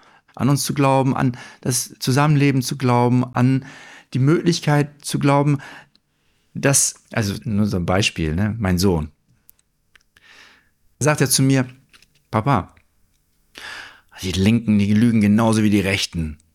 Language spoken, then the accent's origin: German; Germany; Ich bin ja aufgewachsen in Deutschland und bin in der Schule in Geschichte sehr mit der deutschen Geschichte konfrontiert worden, was ja persönlich mit mir und mit meiner Herkunft nichts zu tun hatte.